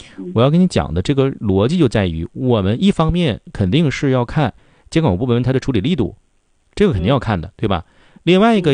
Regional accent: Northeast China, China; accent: Northeastern Mandarin; 就是咱们东北话叫洗大澡出去

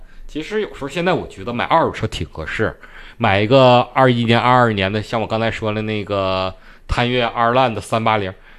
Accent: Northeast China, China; accent: Northeastern; 就是我们东北话缝了

